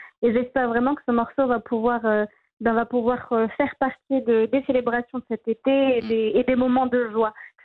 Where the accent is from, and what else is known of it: Morocco